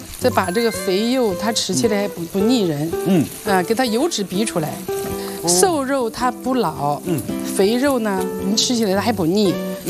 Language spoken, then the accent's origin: Chinese; Dalian, Liaoning, China; 就是我们大连人说蓝不蓝不就行了